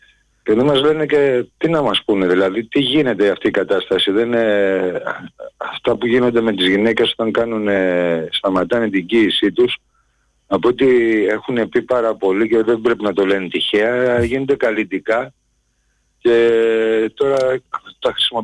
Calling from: Pallini, Attica, Greece; από Παλίνη.

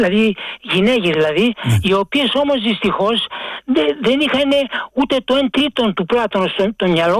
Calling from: Glyfada, Attica, Greece; από τη Γλυφάδα.

